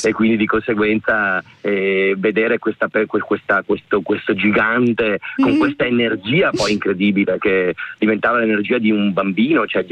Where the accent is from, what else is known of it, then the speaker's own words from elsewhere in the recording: Vicenza, Veneto, Italy; io sono vicentino di origine